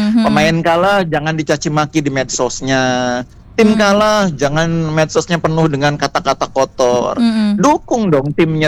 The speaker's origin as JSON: {"language": "Indonesian", "town": "Bandung", "region": "West Java", "country": "Indonesia", "said": "sebagai warga anak muda di Bandung ya, sebagai warga Jawa Barat secara keseluruhan"}